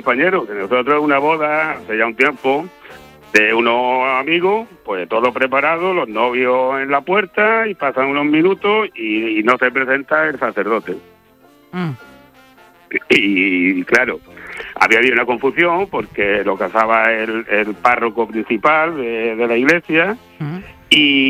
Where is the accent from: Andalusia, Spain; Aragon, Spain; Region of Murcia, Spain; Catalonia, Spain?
Andalusia, Spain; Vélez-Málaga; como somos de Vélez Málaga y aquí estamos todos metidos en cofradía